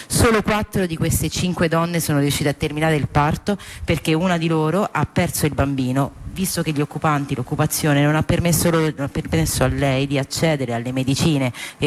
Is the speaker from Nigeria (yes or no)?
no; Palestine; now in Italy; anche la colpa di sopravvivere fuori dal mio paese come palestinese, che qui gode della possibilità di uscire con gli amici, mangiare la pizza e distrarsi